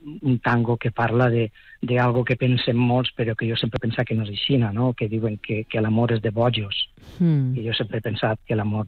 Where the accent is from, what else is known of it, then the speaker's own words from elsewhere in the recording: Aielo, Valencian Community, Spain; now in Agullent, Spain; m'ho proposen des de l'Ajuntament de Aielo, jo sóc d'Aielo